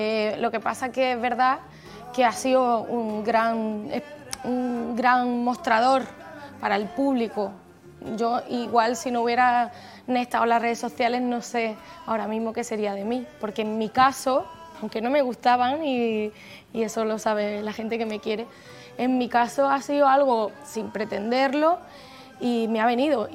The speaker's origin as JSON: {"language": "Spanish", "region": "Region of Murcia", "country": "Spain", "said": "hemos hecho Murcia, mi tierra querida"}